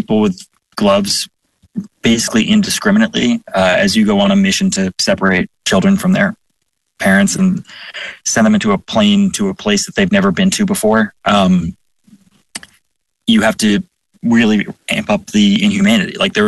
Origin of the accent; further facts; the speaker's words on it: Chicago, Illinois, United States; I'm from Chicago. We got the bejesus beaten us out of us by people.